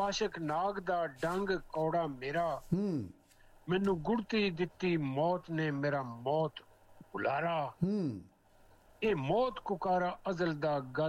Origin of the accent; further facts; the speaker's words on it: Badshahpur, Punjab, Pakistan; ਸਾਡੇ ਜਿਹੜਾ ਬਾਦਸ਼ਾਹਪੁਰ ਮੇਰਾ ਪਿੰਡ ਹੈ